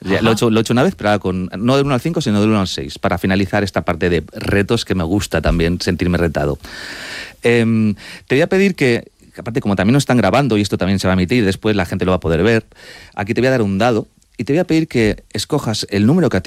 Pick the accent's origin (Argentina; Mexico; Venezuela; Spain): Spain; Madrid, Community of Madrid; mis padres son argentinos, yo soy madrileño.